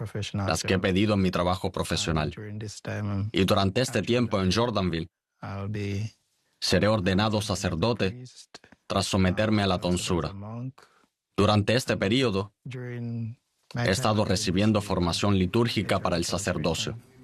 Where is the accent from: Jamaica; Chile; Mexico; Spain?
Jamaica; Soy de Jamaica. Estoy aquí en Jordanville, básicamente de vacaciones